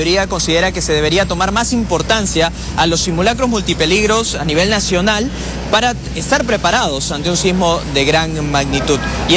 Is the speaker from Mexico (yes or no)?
no; Peru; los peruanos tal vez deberíamos tomar más conciencia en los simulacros